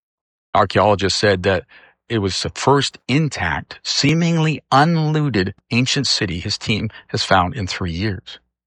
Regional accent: United States

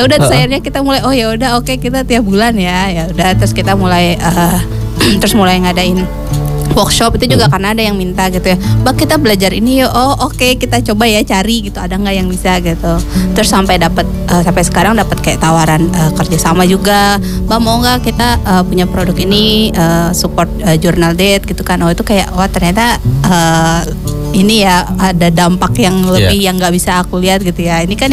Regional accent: Java, Indonesia; saya orang Jawa.

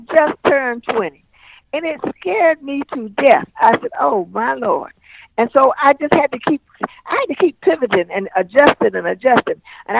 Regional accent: the South, United States; I grew up in the South

